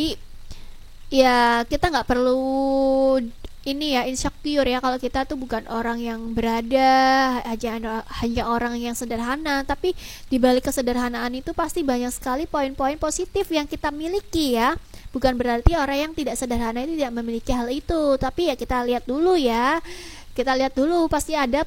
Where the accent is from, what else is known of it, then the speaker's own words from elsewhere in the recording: West Java, Indonesia; born there; now in Lamongan, Indonesia; Aku juga bangga jadi warga Lamongan ya. Tapi aku juga bangga juga karena dulu juga aku pernah besar di Jawa Barat.